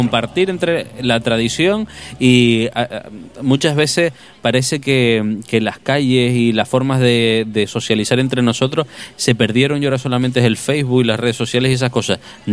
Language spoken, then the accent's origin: Spanish; Canary Islands, Spain